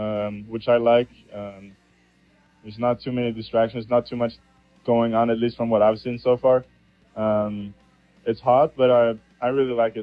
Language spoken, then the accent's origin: English; Stockholm, Stockholm County, Sweden; I'm a senior from Stockholm, Sweden.